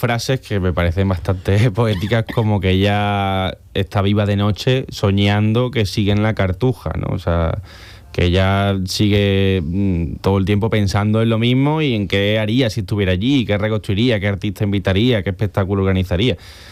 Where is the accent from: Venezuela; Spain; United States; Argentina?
Spain; Seville, Andalusia; Yo tengo, o sea, yo nací en Sevilla y siempre he vivido en Sevilla, pero tengo familia cordobesa, abuelos de Córdoba y bueno, primo y bastante.